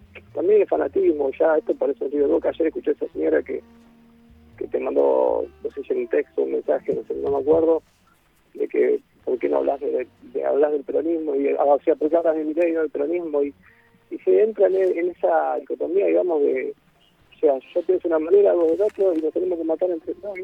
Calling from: Escobar, Buenos Aires Province, Argentina; Soy de Escobar, de Buenos Aires.

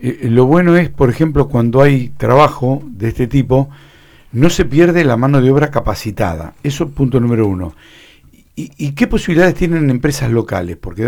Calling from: Patagonia, Argentina; yo vivo en Patagonia hace 32 años

